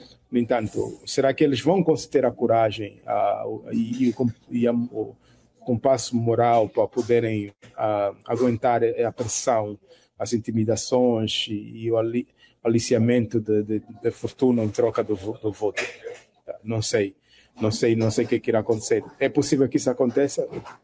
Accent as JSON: {"language": "Portuguese", "country": "Angola", "said": "eu tenho como cidadão angolano, e eu penso que nenhum angolano deve permitir com que isso aconteça."}